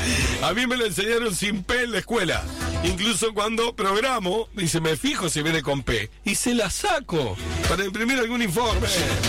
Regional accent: Uruguay

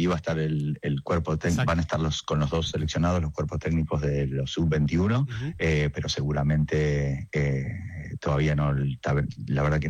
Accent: Argentina; nosotros la verdad que estamos acostumbrados como argentinos en todo a arreglarnos con lo que hay, ¿viste?

